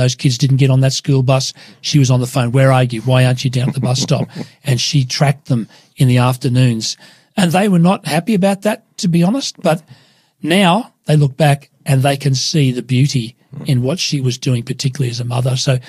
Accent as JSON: {"language": "English", "region": "Queensland", "country": "Australia", "also_born_or_lived": "New Zealand", "moved": "as an adult", "lives_now": "Sydney, Australia", "said": "We're both from Queensland. We've left our family behind."}